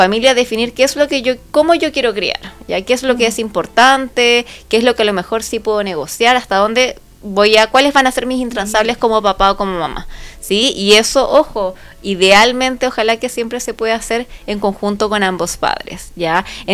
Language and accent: Spanish; Chile; now in Santa Cruz, Chile; somos chilenos.